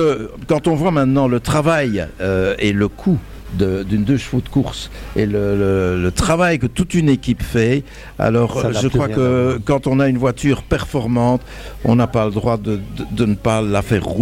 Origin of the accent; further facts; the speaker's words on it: Liège, Wallonia, Belgium; now in Charleroi, Belgium; je suis liégeois d'origine, mais je vis du côté de Charleroi.